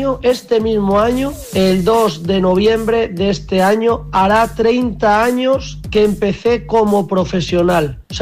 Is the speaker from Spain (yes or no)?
yes; Yecla, Region of Murcia, Spain; pero soy de Yecla y vivo en Yecla, Murcia, claro, por supuesto.